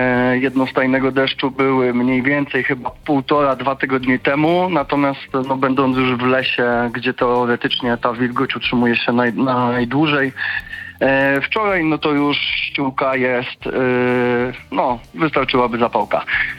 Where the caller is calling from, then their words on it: Tychy, Silesian Voivodeship, Poland; Ja mieszkam w Tychach.